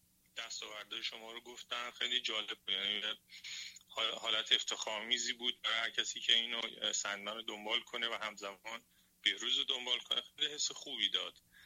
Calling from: Iran; به عنوان یه ایرانی

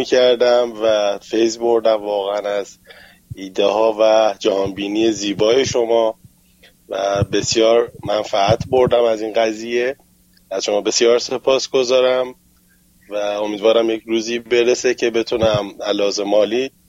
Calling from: Iran; من از ایران هستم عمو جان

